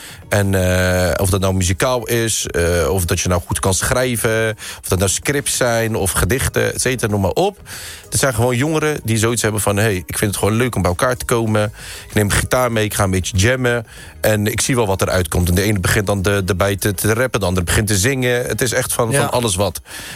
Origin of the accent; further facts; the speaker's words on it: Westland, South Holland, Netherlands; also born or lived in Morocco; ik ben gewoon Marokkaans ook. Ik ben Nederlander, ik ben ook gewoon Marokkaans, ik ben Westlander.